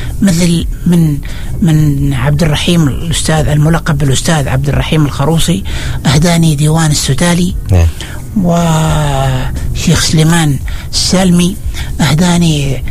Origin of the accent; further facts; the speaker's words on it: Oman; moved away; also born or lived in Kuwait; قلت له: نعم أنا عماني.